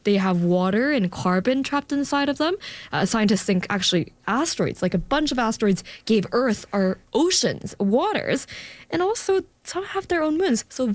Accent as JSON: {"language": "English", "country": "South Korea", "tie": "born or raised there", "said": "I grew up in Korea for most of my childhood, and it really was being in a little bike, running around with my friends, chasing after my cousins."}